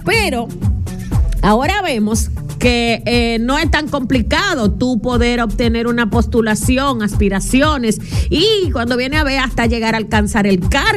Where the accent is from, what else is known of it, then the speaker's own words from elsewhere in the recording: Dominican Republic; nosotros como dominicanos y nosotros como ignorantes aquí, opinadores de M